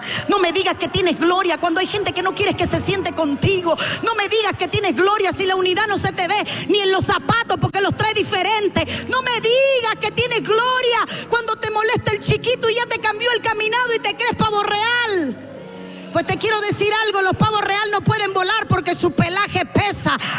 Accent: Cuba; accent: Cuban; se me zafó el cubano

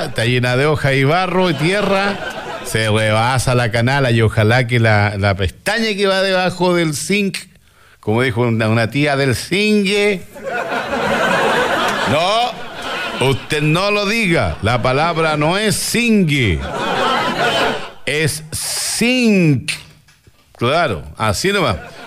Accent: Chile; somos los chilenos

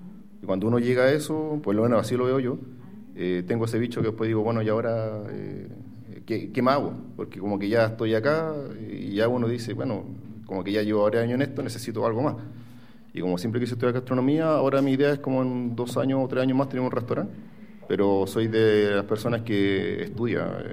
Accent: Iquique, Tarapacá, Chile; Yo llegué, yo soy de Iquique, nacido y criado en Iquique, y me vine acá a estudiar otra carrera

